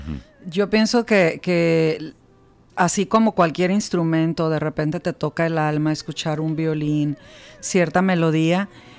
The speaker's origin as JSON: {"language": "Spanish", "town": "Culiacán", "region": "Sinaloa", "country": "Mexico", "said": "en mi tierra, aquí en Culiacán"}